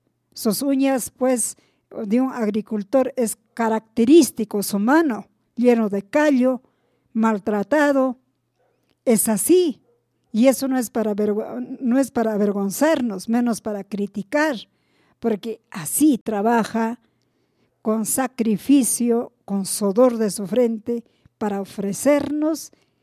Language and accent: Spanish; Peru; no hay que ser racista y desagradecidos como peruanos.